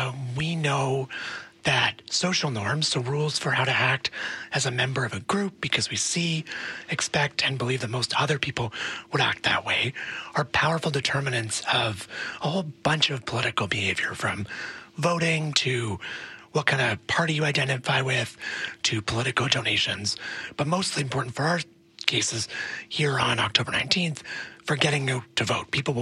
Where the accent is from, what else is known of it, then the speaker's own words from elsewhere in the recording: Alberta, Canada; I'm a Canadian, I'm an Albertan, and those become part of kind of how we think of ourselves.